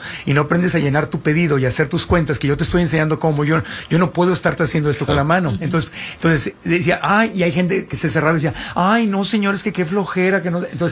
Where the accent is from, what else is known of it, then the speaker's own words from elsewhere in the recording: Tijuana, Baja California, Mexico; Porque yo me acuerdo, yo nací, crecí en Tijuana, le mando un abrazo con mucho cariño a la gente de Tijuana.